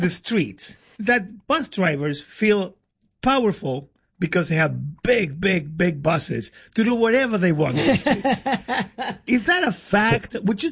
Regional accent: Argentina; now in United States; To be honest, you know, we grew up in Argentina and there it is not easy to afford a car.

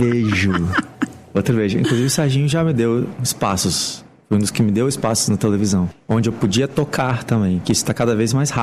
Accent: Brazil

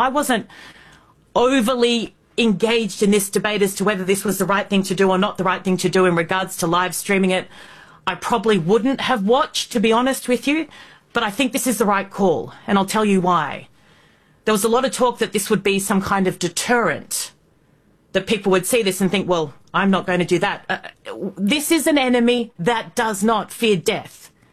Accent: Australia; Yes, I'm an Aussie. I need you at the top of your game, or my country's screwed.

